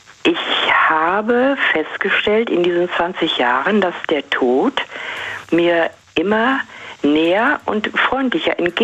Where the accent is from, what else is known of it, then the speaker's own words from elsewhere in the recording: Vlotho, North Rhine-Westphalia, Germany; Ich bin also praktisch wieder zurückgegangen, mhm, so einen Schritt in meine Heimat und habe mich da sau wohl gefühlt, auch wenn ich die Stadt Floto, da bin ich ab und zu mal reingefahren in die Stadt Floto, wo ich auch meine Jugend verbracht habe